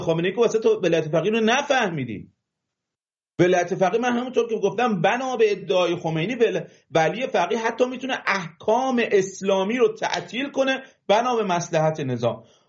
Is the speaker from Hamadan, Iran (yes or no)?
no; Mazandaran, Iran; من چون بچه مازندرانم، این مازندرانی ها واقعا ناخواسته صداشون میره بالا.